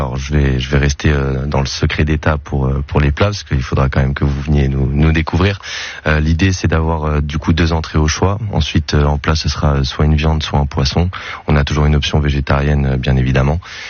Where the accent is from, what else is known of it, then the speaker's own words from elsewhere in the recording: Vence, Provence-Alpes-Côte d'Azur, France; Moi, de base, je suis issu de Vence